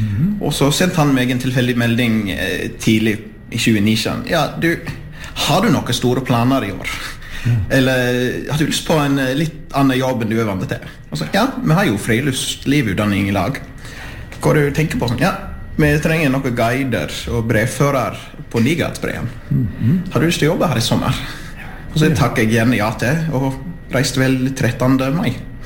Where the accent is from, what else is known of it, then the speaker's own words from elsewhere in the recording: New Zealand; Norwegian is a second language; now in Norway; Ja, jeg var født og vokst opp i New Zealand.